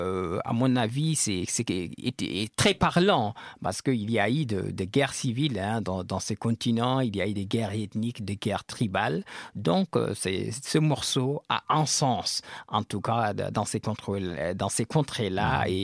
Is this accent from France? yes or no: no; Senegal; born there; Et qui est ma région natale, qu'on appelle le Futatoro.